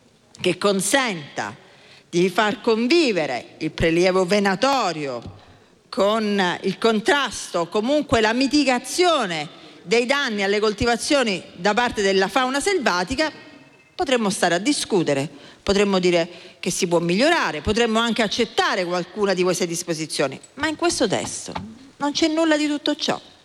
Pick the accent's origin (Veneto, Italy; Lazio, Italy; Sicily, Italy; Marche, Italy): Sicily, Italy; Io vengo dalla Sicilia.